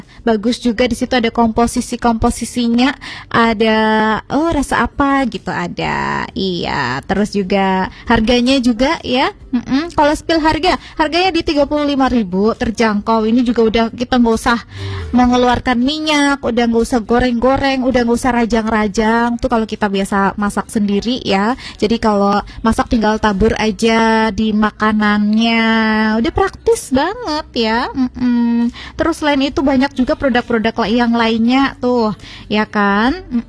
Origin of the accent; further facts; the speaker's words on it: Cilacap, Central Java, Indonesia; sebagai warga Cilacap ya.